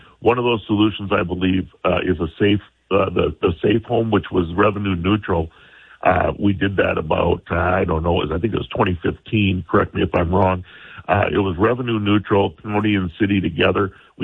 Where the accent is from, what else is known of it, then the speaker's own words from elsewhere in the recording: Sioux Falls, South Dakota, United States; The main differences between Christine and I is I'm from Sioux Falls and I'm for Sioux Falls.